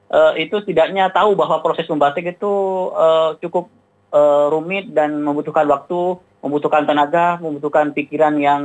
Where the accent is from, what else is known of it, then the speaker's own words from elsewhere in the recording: Madura, East Java, Indonesia; Di kampung saya itu, di kampung batik Lampar